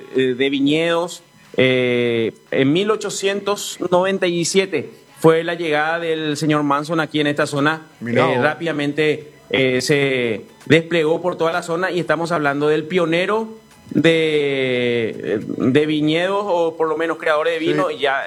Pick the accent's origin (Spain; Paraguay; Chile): Paraguay